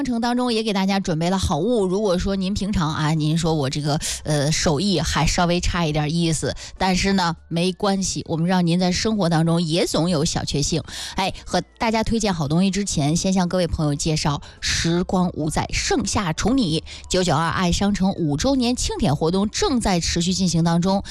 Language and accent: Chinese; Shijiazhuang, Hebei, China; 用咱们河北人说话，或者准确来说石家庄人说话就是得。